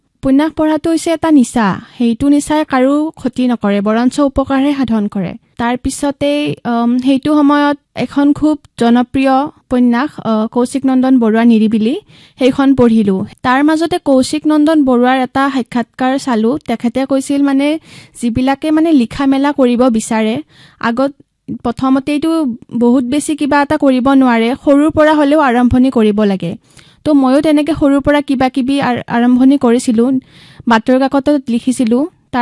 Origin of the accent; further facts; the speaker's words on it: Sualkuchi, Assam, India; নমস্কাৰ, মোৰ ঘৰ শুৱালকুছিত, শুৱালকুছি গাঁৱৰ শ্ৰীহাটীত। মই স্কুলীয়া শিক্ষা সমাপ্ত কৰিছোঁ গণেশদাস হাইস্কুলৰ পৰা।